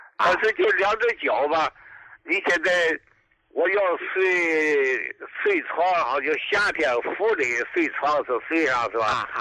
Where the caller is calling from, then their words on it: Dalian, Liaoning, China; 啊，好，我是大连的